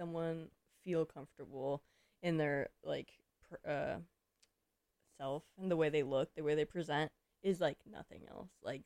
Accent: Paso Robles, California, United States; now in San Francisco, United States; I came out in my hometown of Paso Robles, California.

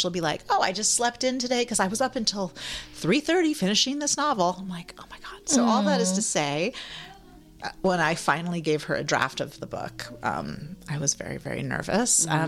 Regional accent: California, United States; You know, I grew up in the Bay Area.

